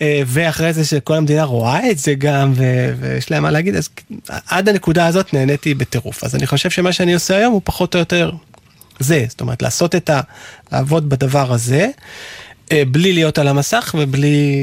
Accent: Tel Aviv, Tel Aviv District, Israel; born there; נולדתי בתל אביב לפני 50 שנה.

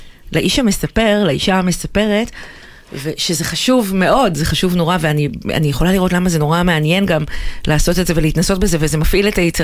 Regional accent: Haifa, Haifa District, Israel; אני חיפאית, וזה התחיל הרי בחיפה

